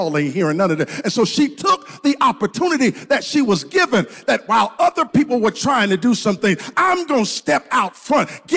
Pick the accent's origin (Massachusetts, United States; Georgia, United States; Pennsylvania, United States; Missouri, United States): Georgia, United States; Augusta; Broad Street in downtown Augusta where I'm from.